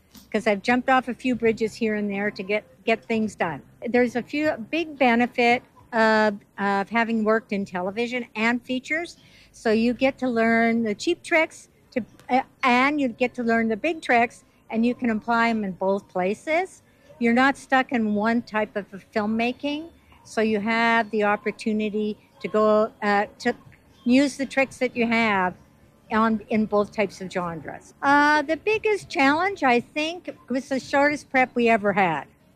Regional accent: Edmonton, Alberta, Canada; I started my career in Alberta. I'm originally from Edmonton and a partner at Kicking Horse.

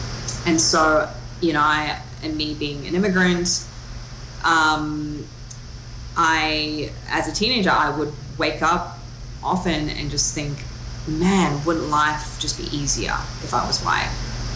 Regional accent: Sydney, New South Wales, Australia; when I was a teenager growing up in Sydney.

